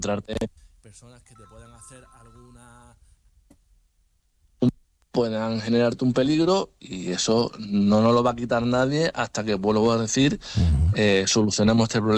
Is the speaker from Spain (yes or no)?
yes; Spain; podrán observar cómo iré yo, que soy español y cristiano